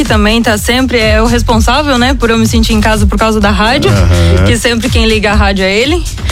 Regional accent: Ituporanga, Santa Catarina, Brazil; moved away as an adult; now in Dubai, United Arab Emirates; Eu fui nascida e criada em Tuporanga, até os meus 20 anos

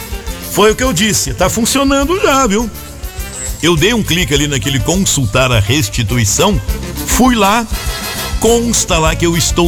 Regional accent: Brazil; Como um bom brasileiro que sou

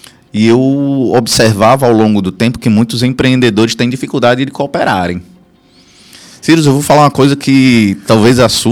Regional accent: Lagarto, Sergipe, Brazil; Por que Lagarto? É a minha terra.

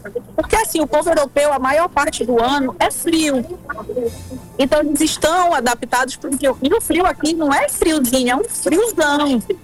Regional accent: Macapá, Amapá, Brazil; moved away; Eu que sou de Macapá.

